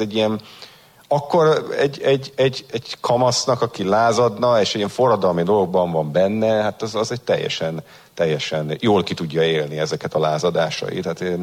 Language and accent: Hungarian; Gencsapáti, Vas, Hungary; Én egy faluban nőttem föl, Nyugat-Magyarországon, Gencsapátiban